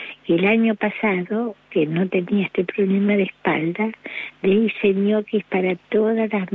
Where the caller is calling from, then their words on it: Mar del Plata, Buenos Aires Province, Argentina; Somos socios del Hospital de la Comunidad, que acá en Mar del Plata es lo mejor que hay, dentro de lo que da jubilados.